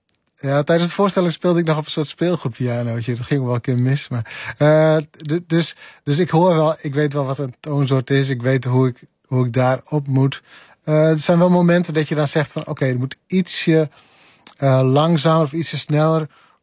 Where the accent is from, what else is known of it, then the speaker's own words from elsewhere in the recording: Friesland, Netherlands; Ik kom uit de Friese Wouden.